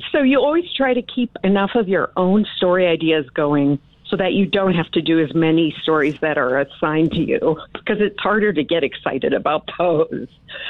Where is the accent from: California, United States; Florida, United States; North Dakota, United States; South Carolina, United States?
North Dakota, United States; I'm from Western North Dakota. I am a farm kid.